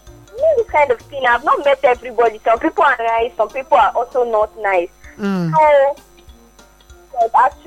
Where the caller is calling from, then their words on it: Imo, Nigeria; I'm from Imo State.